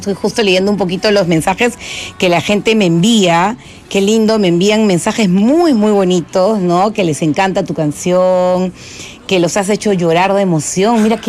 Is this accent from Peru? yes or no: yes; Peru; lo que sentimos nosotros como peruanos